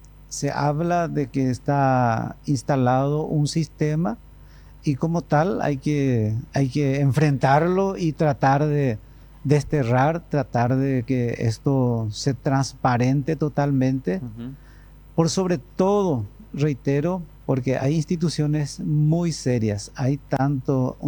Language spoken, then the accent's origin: Spanish; Caacupé, Cordillera, Paraguay; yo nací en Cacupé